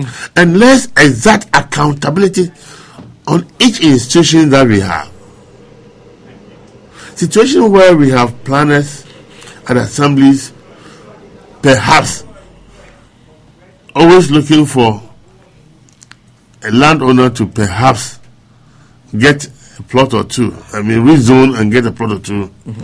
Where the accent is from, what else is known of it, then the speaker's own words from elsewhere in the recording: Ghana; moved away; I'll be heading towards my hometown, Sutra.